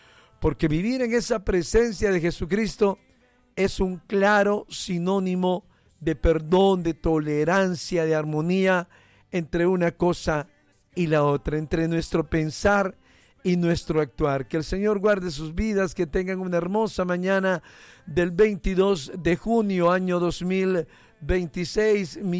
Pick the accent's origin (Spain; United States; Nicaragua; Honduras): Honduras; muchos hondureños nos escribíamos